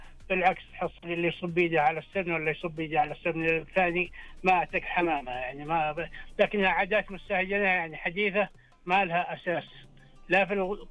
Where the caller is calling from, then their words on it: Abha, Asir, Saudi Arabia; انا من ابها اكلمك